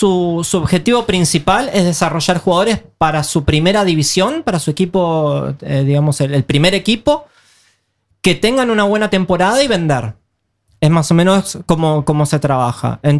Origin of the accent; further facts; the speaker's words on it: Argentina; moved away as an adult; now in Oslo, Norway; Bueno, argentino, que vivo en Noruega hace 5 años ya y trabajo como entrenador de fútbol en un club del oeste de Oslo, que se llama Ullern.